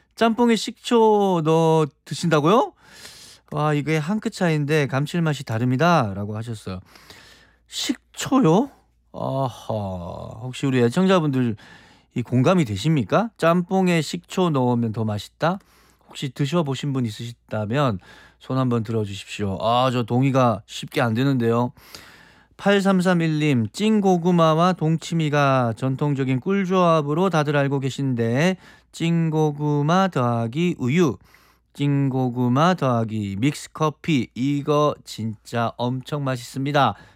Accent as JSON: {"language": "Korean", "region": "Gyeongsang", "country": "South Korea", "said": "저는 이제 경상도인데요"}